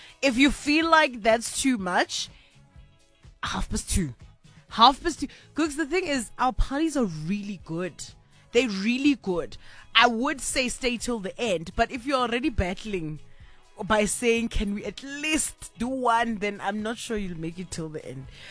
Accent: Kimberley, Northern Cape, South Africa; You know, December used to be that, in my hometown of Kimberley, it used to be like those Decembers where there was this one particular spot that would stay open literally till the sun comes out

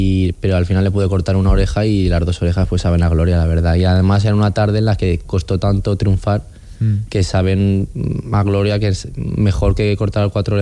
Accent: Valencian Community, Spain; aprovechando que soy valenciano

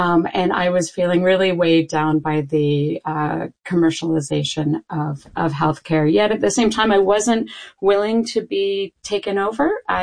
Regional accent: Pennsylvania, United States; moved away as an adult; also born or lived in Rochester, New York; now in Canada; we're both from the Mid-Atlantic. I'm from outside of Philadelphia. He's from Delaware. We came to Rochester

